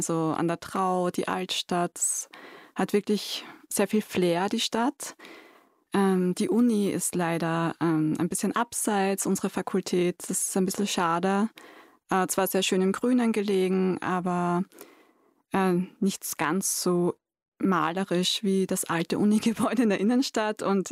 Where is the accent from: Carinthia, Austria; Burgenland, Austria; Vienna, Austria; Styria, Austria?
Styria, Austria; Graz; now in Maribor, Slovenia; ich komme aus Graz. Das ist ja nur 1 Stunde von Maribor entfernt. Und ich verbringe so circa die Hälfte der Zeit in Graz, weil ich dort doch meine Familie und meinen Freundeskreis habe und die andere Hälfte in Maribor.